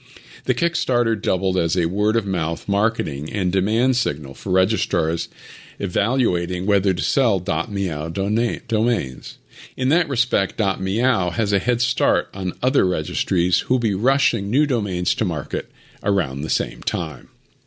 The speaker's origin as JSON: {"language": "English", "country": "United States", "said": "As the only American at the table"}